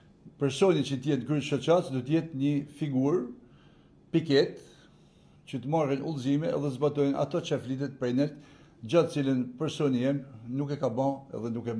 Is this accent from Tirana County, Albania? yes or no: no; Shkodër, Shkodër County, Albania; jam shkodran